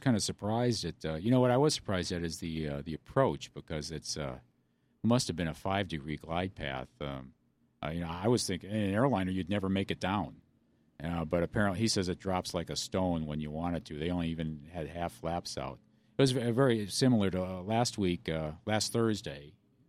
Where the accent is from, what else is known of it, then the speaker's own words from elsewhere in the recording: Madison, Wisconsin, United States; I'm from Madison, Wisconsin, or just south of there.